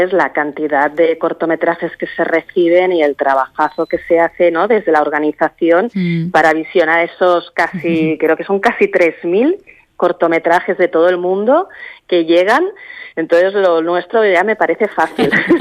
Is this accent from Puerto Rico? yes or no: no; Barcelona, Catalonia, Spain